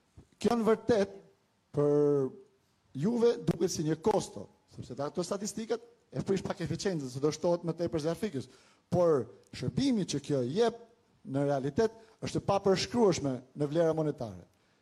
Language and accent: Albanian; Fushë-Arrëz, Shkodër County, Albania; jam nga Fusharzi, dhe më falë.